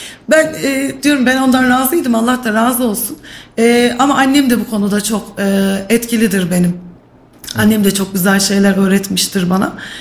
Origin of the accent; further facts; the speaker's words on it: Kayseri, Turkey; Ben de Kayseri'nin yerlisiyim. Eşim de Kayseri'nin yerlisi.